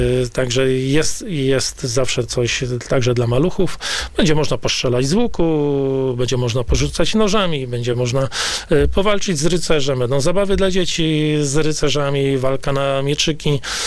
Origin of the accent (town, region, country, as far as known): Pomeranian Voivodeship, Poland